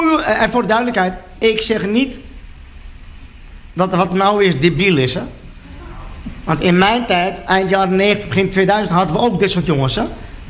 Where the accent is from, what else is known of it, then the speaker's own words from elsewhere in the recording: Utrecht, Netherlands; Ik kom uit Utrecht Overvecht.